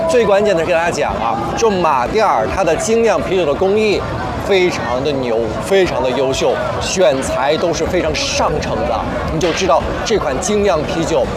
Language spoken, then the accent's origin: Chinese; Heilongjiang, China; 咱们黑龙江人